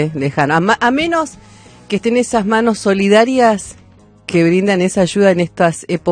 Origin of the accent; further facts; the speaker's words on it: Argentina; los argentinos pensamos con la panza llena a veces.